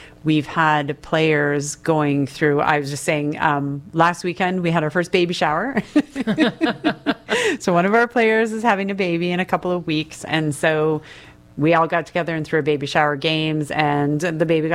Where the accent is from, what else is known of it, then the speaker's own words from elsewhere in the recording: Canada; now in Eugene, United States; I'm from Canada, and the rink never closes.